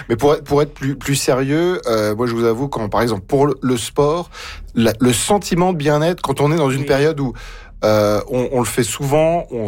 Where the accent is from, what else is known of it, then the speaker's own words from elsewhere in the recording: France; now in Alberta, Canada; On est français